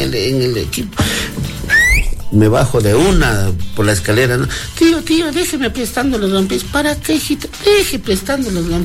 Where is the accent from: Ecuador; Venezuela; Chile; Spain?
Ecuador; Yo soy muy ecuatoriano, sí, pero al Perú le agradezco mucho.